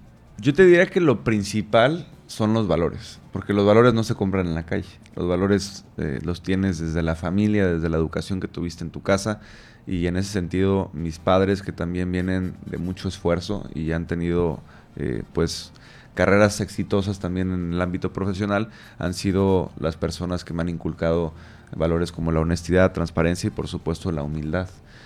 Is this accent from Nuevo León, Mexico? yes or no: no; Quintana Roo, Mexico; Yo sí soy de aquí, Anuar, yo soy nacido en Quintana Roo, yo crecí en Quintana Roo, estoy formando a mi familia en Quintana Roo, yo no vengo de paso.